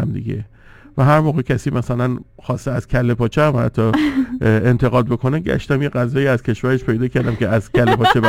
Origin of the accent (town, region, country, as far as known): Iran